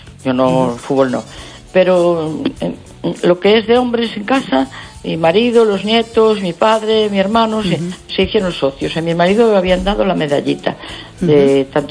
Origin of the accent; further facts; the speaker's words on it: A Coruña, Galicia, Spain; Que quiera que gane España, sí, porque yo soy española. Que quiero que gane el Depor, claro, porque es mi ciudad.